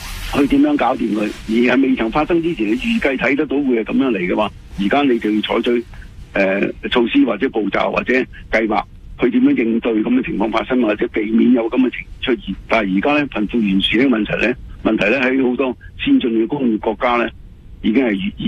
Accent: Canada; 我哋加拿大人

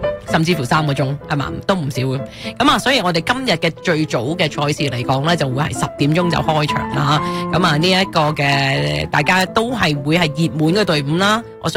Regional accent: Hong Kong; moved away; 我哋嚟自香港嘅都会睇得多啲啦

